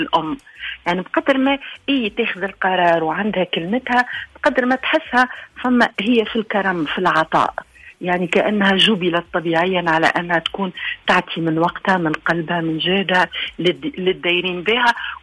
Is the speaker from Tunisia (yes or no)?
yes; Tunisia; أنا تونسية بنت الأرض ذي